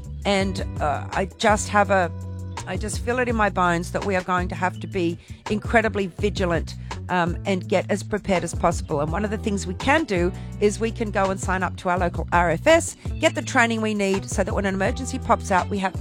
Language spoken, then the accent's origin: English; Australia